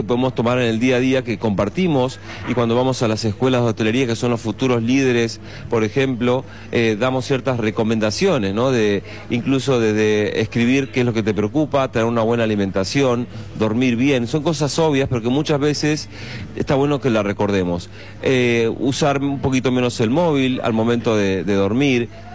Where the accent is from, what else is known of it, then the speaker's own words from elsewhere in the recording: Santa Fe, Argentina; now in Madrid, Spain; yo soy fan de la Argentina, soy enamorado de mi país. Me siento orgullosamente argentino y soy un embajador también de mi patria y de mi Santa Fe querido también